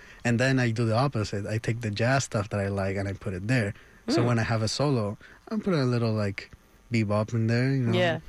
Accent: Peru; Like, when I think back of what I would consider a ballad growing up in Peru, it sounds a little different, just enough that it's mine and, like, my heritage.

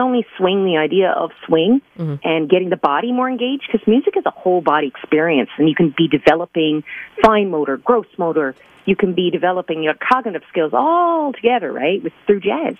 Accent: Newfoundland and Labrador, Canada; born or raised there

